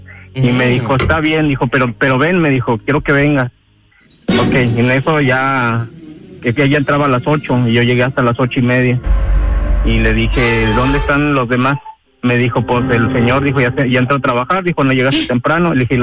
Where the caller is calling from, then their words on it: Santa Catarina, Nuevo León, Mexico; Ahorita ando aquí por Prados del Sol, Santa Catarina.